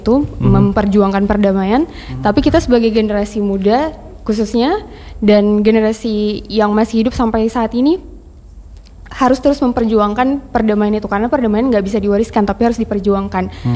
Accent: Aceh, Indonesia; Iya, sebagai warga Aceh ya, Bang.

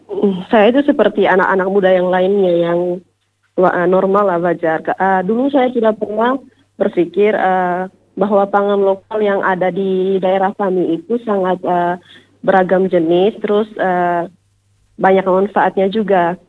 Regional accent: East Nusa Tenggara, Indonesia; kami orang Manggarai kak, orang Manggarai Barat.

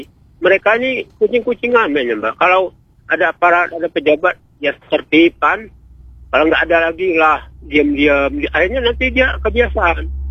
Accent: Indonesia; Kok maaf kita orang asli Indonesia hidup garis kemiskinan

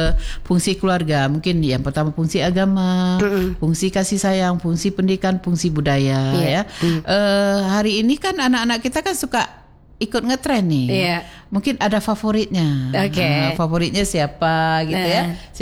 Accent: Aceh, Indonesia; budaya kita orang Aceh

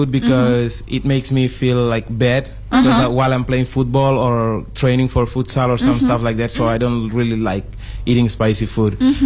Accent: Guinea-Bissau; I'm from Guinea-Bissau.

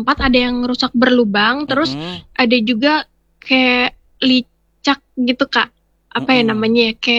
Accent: Central Kalimantan, Indonesia; born or raised there; now in Tangkiling, Indonesia

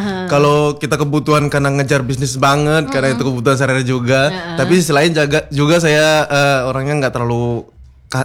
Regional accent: Muara Enim, South Sumatra, Indonesia; now in Bengkulu, Indonesia; Saya merupakan asli Muara Enim, Sumatera Selatan. Jadi stay di sini untuk beberapa momen

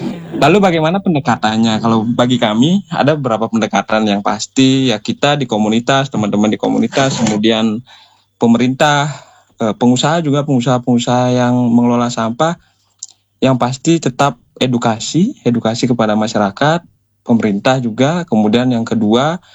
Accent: Bali, Indonesia; di desa saya dari Panjanom.

